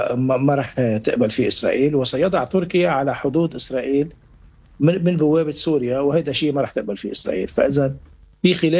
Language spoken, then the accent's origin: Arabic; Lebanon; ونحن كمان كلبنانيين